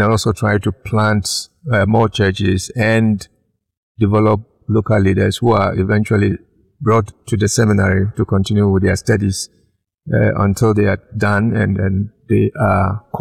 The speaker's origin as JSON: {"language": "English", "country": "Ghana", "said": "Well, I come from Ghana in the western part of Africa."}